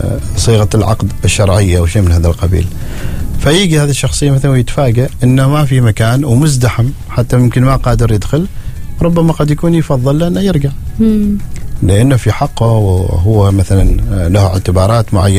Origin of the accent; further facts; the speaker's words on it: Oman; هذه من شيمة العماني هكذا تربيتنا كذا نحن كعمانيين نشأتنا هكذا يعني